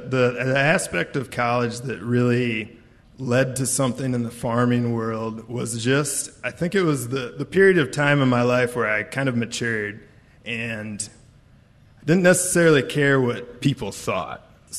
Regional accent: Coggin, United States; So, growing up in Coggin, being there my whole life, and I actually own the farm down the road from the family farm that I grew up on.

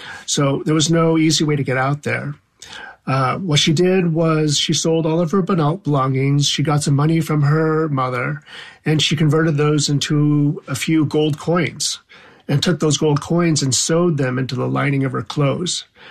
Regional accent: Wisconsin, United States; moved away; growing up in Wisconsin as a child of immigrants

